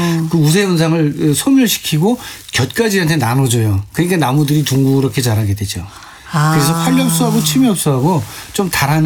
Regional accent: Seoul, South Korea; 제 어렸을 때 정릉은 완전히 시골이에요.

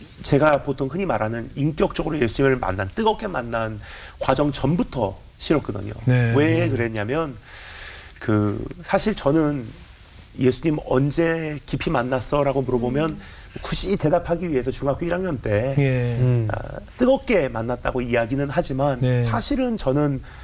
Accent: Japan; 제가 이제 일본에서 자랐잖아요. 일본은 그 교회가 별로 크질 않아요.

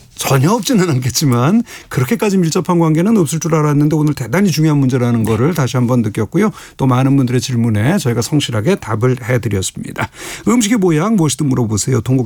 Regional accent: Gangneung, Gangwon, South Korea; 제가 이제 고향이 강릉이다 보니까 동양 사정에 상당히 그 예민한 편입니다만.

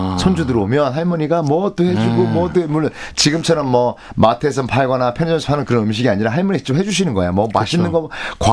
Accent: Busan, South Korea; born there; also born or lived in Seoul; 저는 희한하게 부산이 고향인데도 서울 어릴 때 서울 잠깐 있었거든요. 그래서 네. 부산을 거꾸로 놀러 갔었어요. 그러니까 그 뒤로 살게 됐는데

